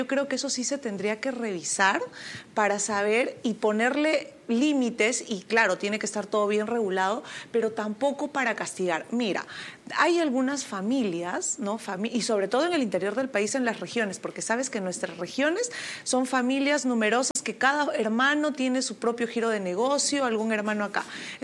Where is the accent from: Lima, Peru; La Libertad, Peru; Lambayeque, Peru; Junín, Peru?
Junín, Peru; Jauja; Yo soy de Jauja, de la primera capital del Perú.